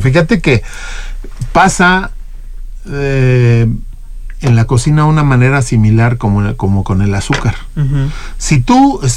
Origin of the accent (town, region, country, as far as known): Mexico